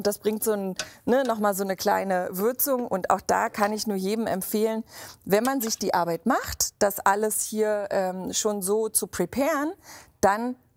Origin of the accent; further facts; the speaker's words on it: Berlin, Germany; Ich bin ja Berlinerin.